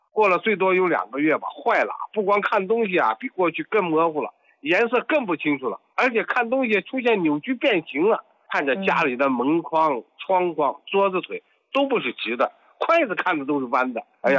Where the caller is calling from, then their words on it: Shijiazhuang, Hebei, China; 我是石家庄的一个老患者了